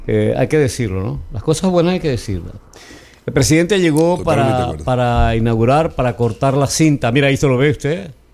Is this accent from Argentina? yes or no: no; Manabí, Ecuador; yo como manabita, como ecuatoriano